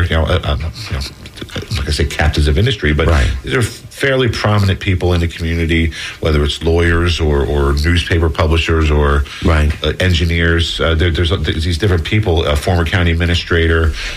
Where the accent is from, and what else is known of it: New Jersey, United States; born or raised there